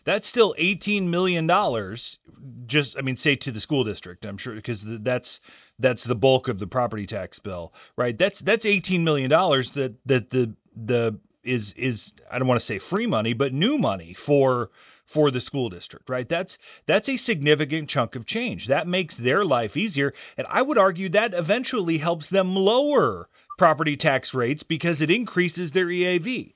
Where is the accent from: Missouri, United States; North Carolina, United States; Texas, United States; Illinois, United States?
Illinois, United States; isn't going to work where I grew up in Iroquois County